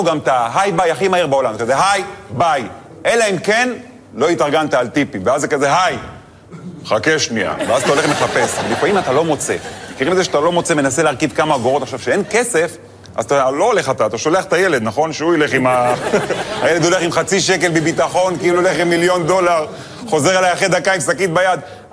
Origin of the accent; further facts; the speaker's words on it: Netanya, Central District, Israel; now in Tel Aviv, Israel; אני גדלתי בנתניה, לא יצא לי, בחיים לא היה לי שליח בבית, כי אמא טריפוליטאית